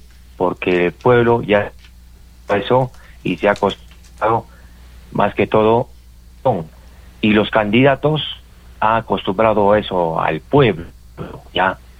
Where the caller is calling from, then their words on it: Peru; para mí como peruano